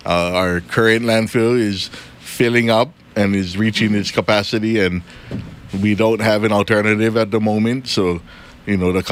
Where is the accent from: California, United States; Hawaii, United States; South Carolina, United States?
Hawaii, United States; Kauai; being born and raised on Kauai